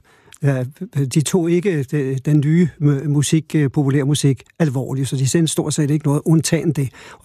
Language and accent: Danish; Copenhagen, Capital Region of Denmark, Denmark; i vores opgang på Østerbro i København, hvor jeg voksede op